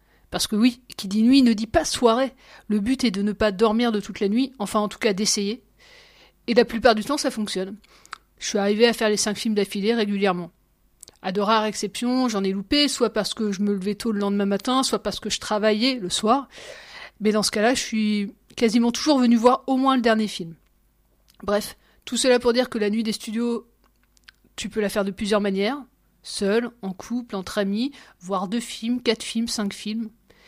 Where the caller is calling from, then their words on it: Tours, Centre-Val de Loire, France; maintenant que j'habite à Tours